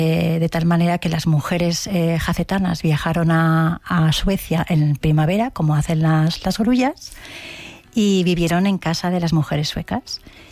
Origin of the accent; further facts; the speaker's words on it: Jaca, Aragon, Spain; Pero el frío, como vengo de Jaca, no me costó mucho.